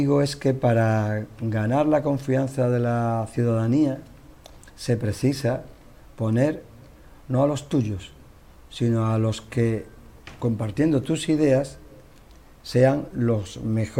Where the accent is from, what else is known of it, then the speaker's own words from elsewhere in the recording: Chiclana de la Frontera, Andalusia, Spain; me enamoro a mi pueblo, me han surgido ofertas y he estado en otros cargos, pero mi plan es Chiclana